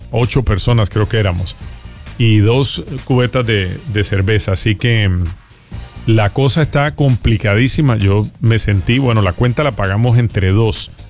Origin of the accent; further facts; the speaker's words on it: Colombia; moved away; yo soy colombiano